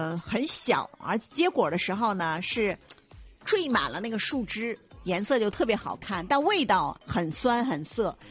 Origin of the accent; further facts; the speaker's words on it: China; 我们中国人